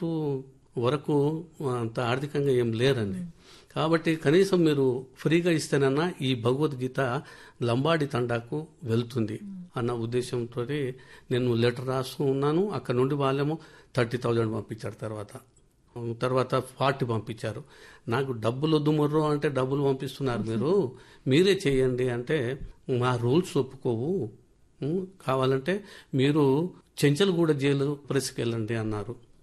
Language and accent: Telugu; Bhuvanagiri, Telangana, India; నాది నల్గొండ డిస్ట్రిక్ట్ భువనగిరి, భువనగిరి అయితే పాత నల్గొండ మా డిస్ట్రిక్ట్ అదే.